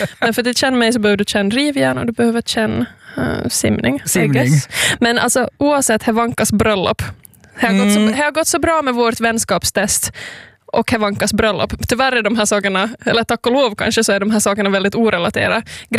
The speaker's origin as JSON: {"language": "Swedish", "town": "Jakobstad", "region": "Ostrobothnia", "country": "Finland", "said": "Men jo, jag är från Jakobstad."}